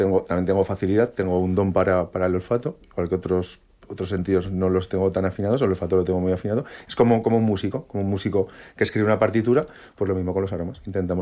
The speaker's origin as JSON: {"language": "Spanish", "town": "Utebo", "region": "Aragon", "country": "Spain", "tie": "born or raised there", "moved": "as an adult", "lives_now": "Ibiza, Spain", "said": "Yo nací en Utebo, por cosas de la vida, pues con 20 años me fui a Ibiza"}